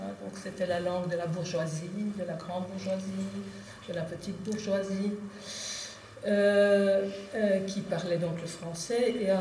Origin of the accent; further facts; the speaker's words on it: Ostend, Flanders, Belgium; born there; Donc je suis née à Ostende